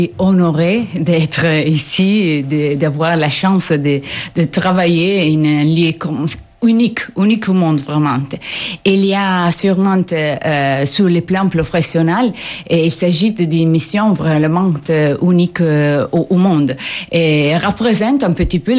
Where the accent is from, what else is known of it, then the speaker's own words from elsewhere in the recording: Italy; French is a second language; moved away as an adult; also born or lived in United States; Oui, je suis italienne.